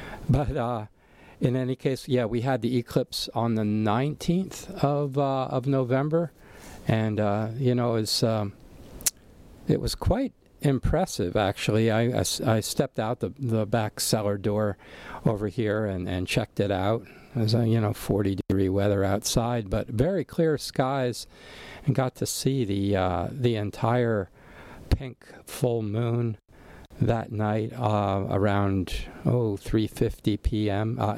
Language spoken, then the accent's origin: English; Allentown, Pennsylvania, United States; now in Kona, United States; Coming to you once again from the Lehigh Valley, specifically Allentown, Pennsylvania, from my hometown, where, you know, I've come to visit. Now, been in town for better part of a month with about 3 weeks to go.